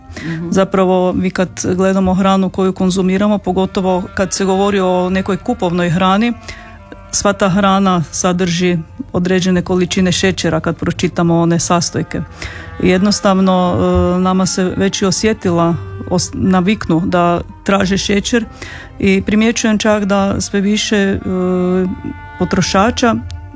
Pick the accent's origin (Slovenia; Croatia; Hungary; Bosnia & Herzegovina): Croatia; Hrvatsko Zagorje; Ja sam iz Hrvatskog Zagorja.